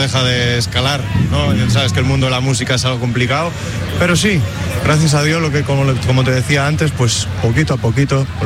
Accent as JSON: {"language": "Spanish", "town": "Tui", "region": "Galicia", "country": "Spain"}